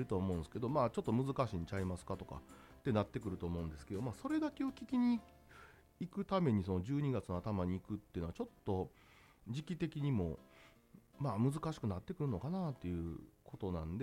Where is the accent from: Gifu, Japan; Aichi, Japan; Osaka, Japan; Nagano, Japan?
Osaka, Japan; born there; 私は大阪の公立高校出身やったんで、